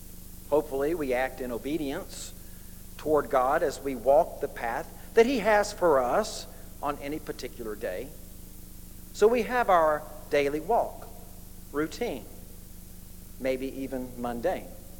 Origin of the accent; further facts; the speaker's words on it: Morristown, Tennessee, United States; When I was a kid growing up in Morristown, Tennessee, we lived on a simple block of brick, one-story ranch houses